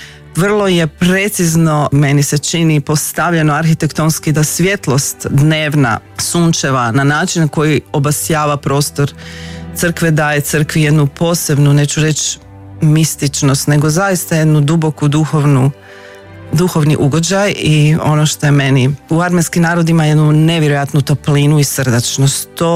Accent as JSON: {"language": "Croatian", "country": "Croatia", "said": "ja sam iz Hrvatske"}